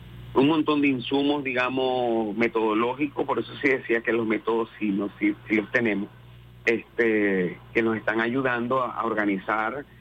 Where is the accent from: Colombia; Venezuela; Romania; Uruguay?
Venezuela; del sentido de pueblo que tenemos como venezolanos y venezolanas